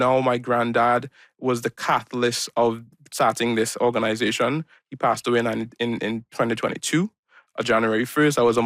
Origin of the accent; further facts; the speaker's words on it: Trinidad & Tobago; I'm a Trinidadian, but also, you know, carrying my grandfather's legacy